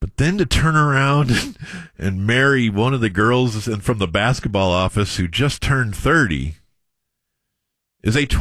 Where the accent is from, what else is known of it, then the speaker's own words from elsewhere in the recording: Watertown, Wisconsin, United States; I was born in Watertown. Nobody knows where Watertown, Wisconsin is. That's not a place where people are from, but I'm from there.